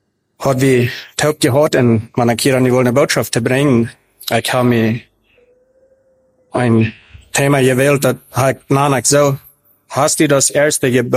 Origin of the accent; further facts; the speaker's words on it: Paraguay; also born or lived in Mexico; Ich bin in Mexiko geboren und in diesem 1973, meine Eltern traten in Paraguay, als ich ein Jahr wir, mit etwa ein Jahr. Du sind ich dann der meiste Zeit abgewachsen.